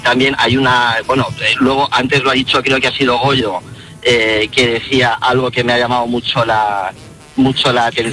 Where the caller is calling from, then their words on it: Guardamar del Segura, Valencian Community, Spain; yo trabajo en la zona de Alicante, yo vivo en Alicante, vivo en Guardamar del Segura